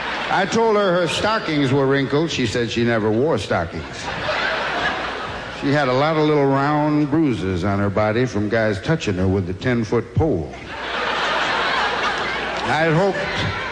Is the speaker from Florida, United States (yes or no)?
yes; Jacksonville, Florida, United States; born there; I was born in Jacksonville, Florida, at the St. Vincent's Hospital.